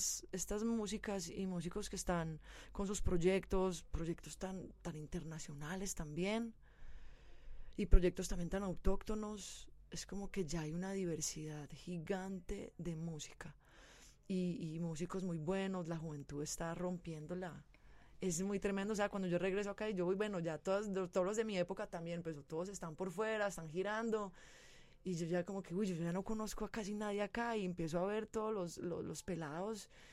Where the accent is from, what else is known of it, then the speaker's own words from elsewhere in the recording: San Cristóbal, Antioquia, Colombia; born there; also born or lived in Los Angeles, United States; yo llevaba mucho tiempo viviendo en Los Ángeles, pero al regresar a mi tierra y hablando exactamente de mi montaña mágica, como le digo yo, de San Cristóbal, que yo había nacido allá, pero nunca había vivido allá.